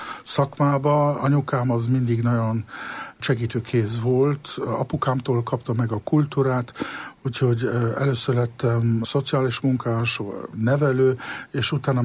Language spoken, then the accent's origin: Hungarian; Luxembourg; Hát szüleim 56-ban mentek ki Luxemburgba, és hát én akkor ott születtem.